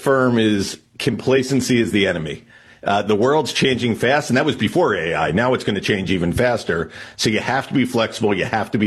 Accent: Pennsylvania, United States; I'm from suburban Philadelphia, and I have one older sister.

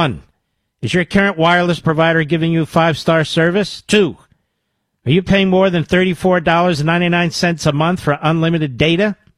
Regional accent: Philadelphia, Pennsylvania, United States; born there; I was born in Pennsylvania. Remember that? And born in Philadelphia.

